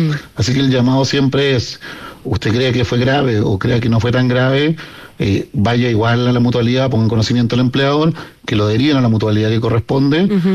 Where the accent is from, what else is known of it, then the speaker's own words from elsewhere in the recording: Punta Arenas, Magallanes, Chile; Yo soy de Punta Arenas.